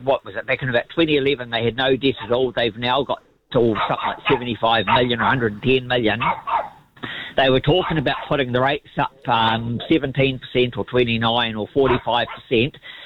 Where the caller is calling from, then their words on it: Oamaru, Otago, New Zealand; I'm from Oamaru, so we're paying in the Waitaki District Council rates.